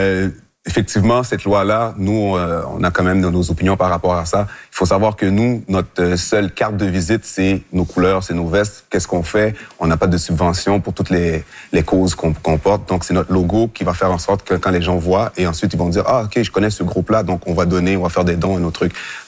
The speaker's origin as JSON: {"language": "French", "town": "Montreal", "region": "Quebec", "country": "Canada", "tie": "born or raised there", "said": "comme tout jeune qui vit dans les quartiers stigmatisés comme Montréal-Nord, Rivière-des-Prairies, j'ai grandi à Rivière-des-Prairies"}